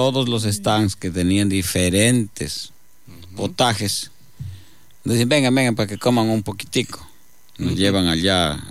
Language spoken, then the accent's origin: Spanish; Alamor, Loja, Ecuador; Es como en mi tierra, en Vicentino, ¿no? En Alamor tenemos encima en Guambona frío